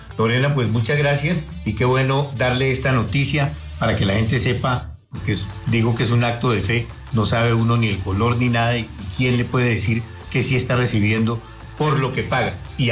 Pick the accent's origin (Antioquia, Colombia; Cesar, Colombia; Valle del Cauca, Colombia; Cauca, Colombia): Antioquia, Colombia; Pero quería preguntarle, como antioqueño también, lo que representa pues hacer parte de esta organización que demuestra su confianza en nuestro país